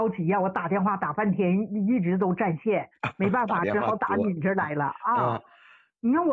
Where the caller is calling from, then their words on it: Anshan, Liaoning, China; 我是鞍山的。